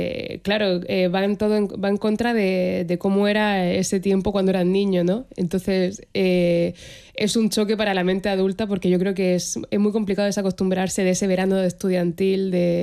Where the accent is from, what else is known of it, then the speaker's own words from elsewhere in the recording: Cartagena, Region of Murcia, Spain; Y bueno, claro, yo es que soy de Cartagena, yo tengo playa.